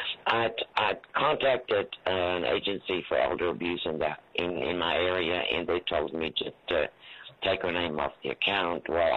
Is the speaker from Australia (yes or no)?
no; Germany; English is a second language; now in United States; I was born and raised in Germany. My husband was from this area. He's passed.